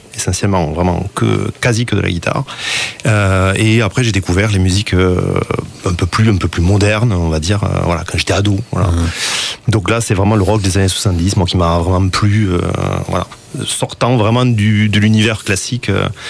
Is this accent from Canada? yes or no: no; Occitanie, France; Alors moi, je suis occitan. J'ai vécu d'Algers toute ma vie, même si j'ai pu travailler un petit peu ailleurs, bouger.